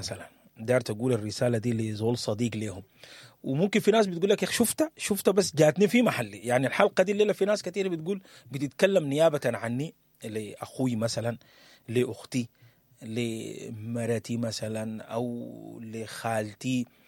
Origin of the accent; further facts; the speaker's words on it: Sudan; بلدنا السودان